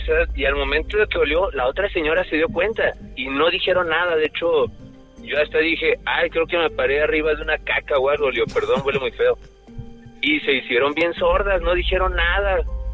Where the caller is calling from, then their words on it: Guadalajara, Jalisco, Mexico; De Guanatos.